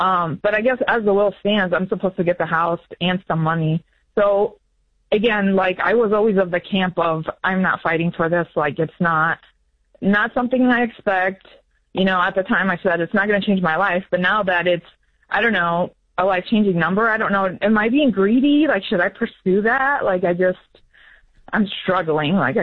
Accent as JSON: {"language": "English", "country": "United States", "tie": "born or raised there", "said": "You know, I grew up in the States with my mom."}